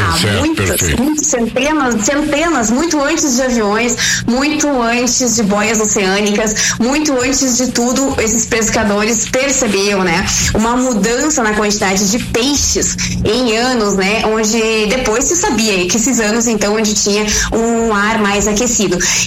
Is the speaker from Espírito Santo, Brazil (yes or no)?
no; Estrela, Rio Grande do Sul, Brazil; moved away as an adult; now in Veranópolis, Brazil; Eu sou natural de Estrela.